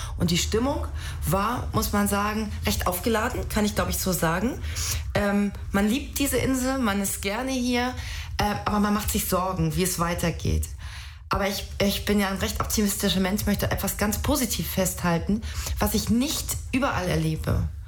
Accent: Schleswig-Holstein, Germany; Also ich bin Holsteiner Dirn, das müssen Sie mir nachsehen. Mit Friesisch bin ich nicht versiert.

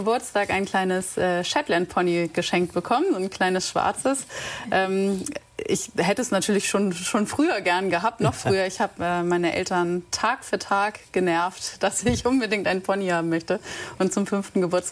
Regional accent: Kronshagen, Schleswig-Holstein, Germany; also born or lived in Kiel; Ich bin in Ottendorf groß geworden, beziehungsweise genau an der Grenze zwischen Ottendorf und Kunzhagen. Das heißt, ich bin schon direkt in Kunzhagen aufgewachsen im Prinzip.

